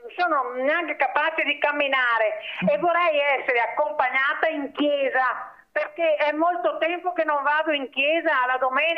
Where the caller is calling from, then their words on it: Veneto, Italy; Chiamo la provincia di Padova.